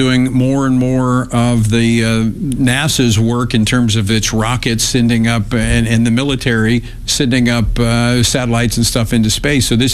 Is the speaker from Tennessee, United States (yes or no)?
no; Louisiana, United States; Among them is my home state of Louisiana.